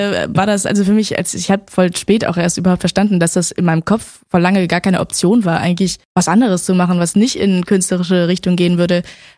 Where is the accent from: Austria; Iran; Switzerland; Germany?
Switzerland; Männedorf, Zurich; born there; Genau, ich bin in der Schweiz geboren, in Männedorf, um das nochmal genauer auszuführen.